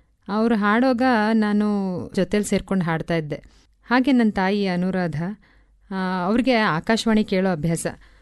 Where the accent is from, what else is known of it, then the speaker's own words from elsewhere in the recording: Badagalapura, Karnataka, India; ಕಾಡಂಚಲ್ಲಿರೋ ಸುಂದರವಾದ ಊರು ನಮ್ಮ ಬಡಗಲಪುರ. ಅದು ಮೊದಲು ಎಸ್ಟಿಕೋಟೆ ತಾಲೂಕಲ್ಲಿತ್ತು, ಈಗ ಅದು ಸರ್ಗೂರು ತಾಲೂಕಾಗಿದೆ.